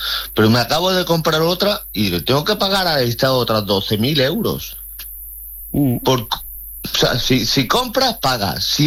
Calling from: Spain

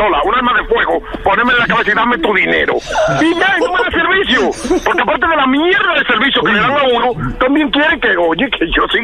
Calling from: Murcia, Region of Murcia, Spain; Aquí estoy en Murcia

